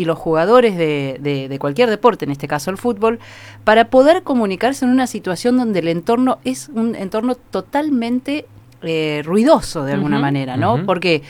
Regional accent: Argentina; que soy de Argentina

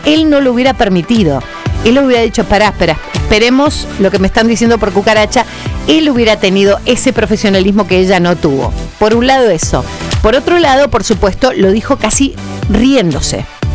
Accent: Argentina; como persona, como argentina, como mamá, como mujer de 50 años y como periodista deportiva

